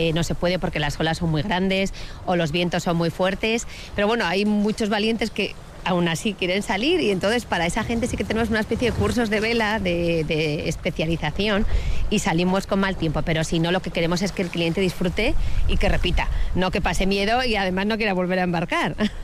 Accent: Pamplona, Navarre, Spain; now in San Sebastián, Spain; yo soy de Pamplona, me enamoré y me vine a Donosti

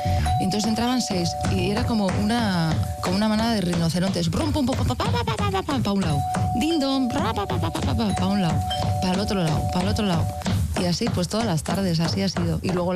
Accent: Hernani, Basque Country, Spain; also born or lived in San Sebastián; yo he nacido en el entorno de la charanga. Soy de Oyalume, que es un barrio entre Astigarraga y Hernani donde se ha hecho danza lecua.

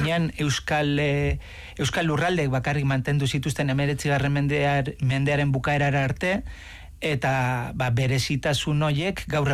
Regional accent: Laguardia, Basque Country, Spain; nire herria, Biasteri, ba, Biasterik badauka udaletxea

